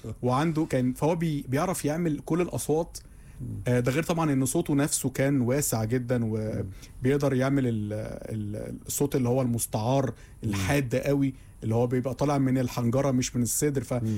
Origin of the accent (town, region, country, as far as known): Egypt